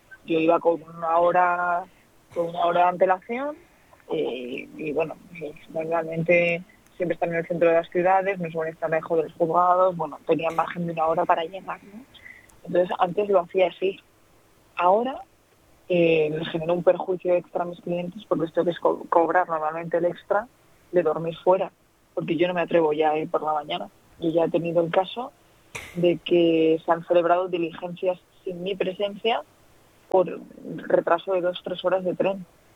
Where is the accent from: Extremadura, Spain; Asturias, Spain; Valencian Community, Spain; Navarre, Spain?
Asturias, Spain; moved away as an adult; now in Madrid, Spain; yo soy asturiana, vivo en Madrid, he viajado en tren desde que vine a hacer la carrera a Madrid.